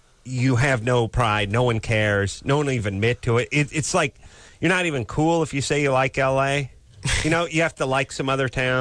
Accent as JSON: {"language": "English", "country": "United States", "tie": "born or raised there", "said": "Growing up in the Valley..."}